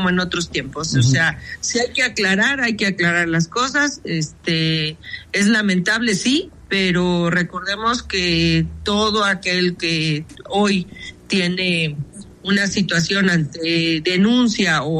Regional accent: Mexico; incluso como mexicanos

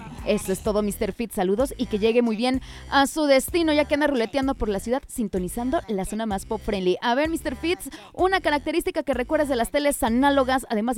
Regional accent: Mexico; nosotros los mexicanos somos los primeros latinos

